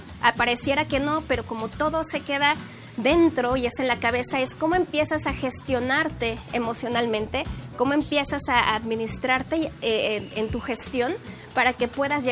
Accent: Mexico; Claro, les vaya bien o les vaya mal, pues soy mexicana y los mexicanos se respetan.

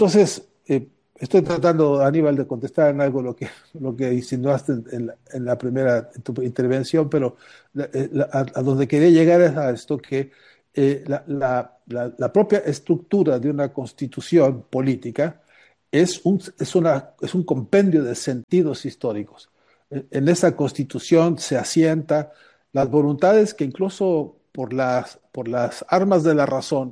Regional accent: Mexico; nuestra identidad como mexicanos

